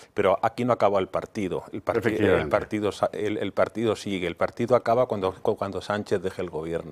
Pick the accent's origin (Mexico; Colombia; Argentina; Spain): Spain; por lo menos nosotros como españoles hemos salido a la calle, ponemos todo lo nuestro